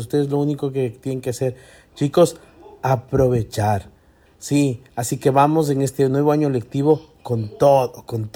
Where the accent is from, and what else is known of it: Ecuador